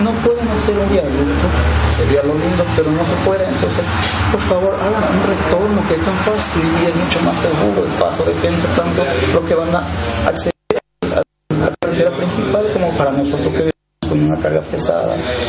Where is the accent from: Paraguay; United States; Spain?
Paraguay; born there; also born or lived in San Pedro, Paraguay; Soy paraguayo, nací en el norte del país, en San Pedro, crié aquí.